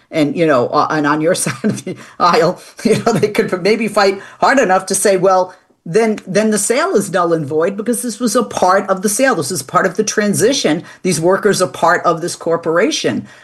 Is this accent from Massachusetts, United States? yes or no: yes; Boston, Massachusetts, United States; But I got to tell you, and I'm from Boston, you guys beat us in winters and resilience and stuff like that.